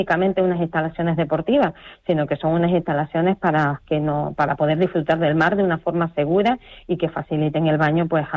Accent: Los Silos, Canary Islands, Spain

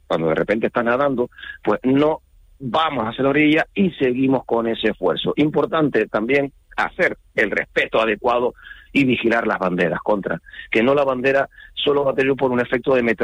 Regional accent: Canary Islands, Spain

